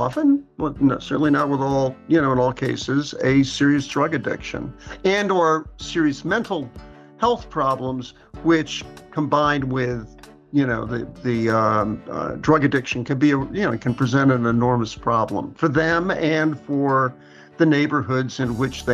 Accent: New York City, New York, United States; And I should say, I grew up in New York City.

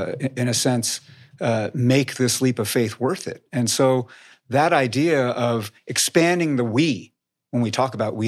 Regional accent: Poughkeepsie, New York, United States; I'm the son of Chinese immigrants. I was born in Poughkeepsie, New York. I was raised in the Hudson Valley

